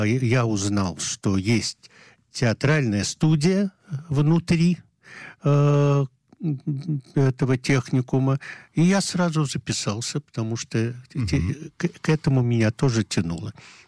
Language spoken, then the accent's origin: Russian; Moscow, Russia; now in Israel; Я москвич.